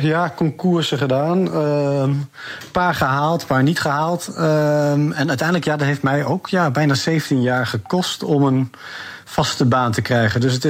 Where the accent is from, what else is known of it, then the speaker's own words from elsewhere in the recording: Netherlands; als Nederlandse ambtenaar neem je toch een bepaalde cultuur mee.